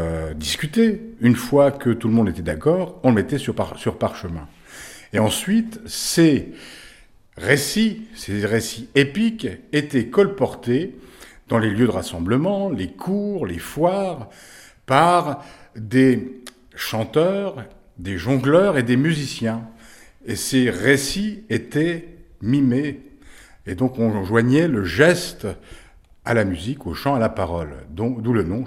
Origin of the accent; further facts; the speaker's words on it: Château-Regnault, Grand Est, France; also born or lived in Charleville; Je suis né à Charleville et j'ai poussé à Château-Regnault, où aussi il y a un site majeur.